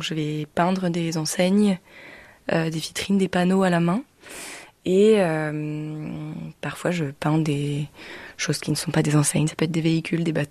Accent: Brittany, France; Moi j'aime bien faire le lien parce que j'ai grandi à Poulresic

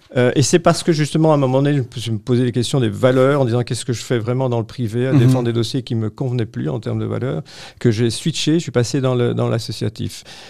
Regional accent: Belgium

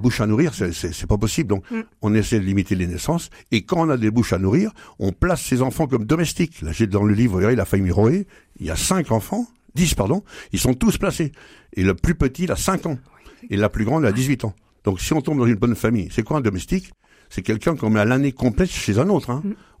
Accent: Ségrie, Pays de la Loire, France; chez nous, à Ségris

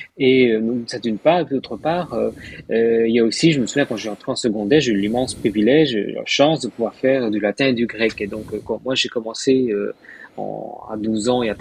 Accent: Spain; now in Brussels, Belgium; puisque bon, je suis venu d'Espagne de la Bruxelles, et on voulait garder nos racines avec la péninsule ibérique.

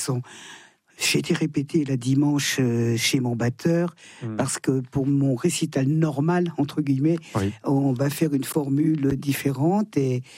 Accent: Thonon-les-Bains, Auvergne-Rhône-Alpes, France; Ah oui, je chante dans ma ville natale

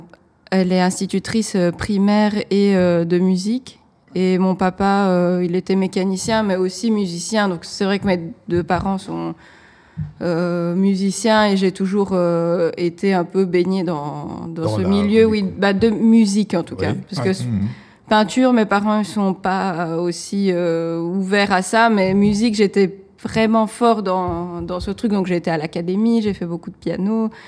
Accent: Liège, Wallonia, Belgium; also born or lived in Reni, Ukraine; c'est la ville, même si je ne suis pas née à Liège, mais c'est la ville où j'ai grandi depuis que j'ai 3 ans. Donc c'est là où j'ai fait mes primaires, mes secondaires et toutes mes études.

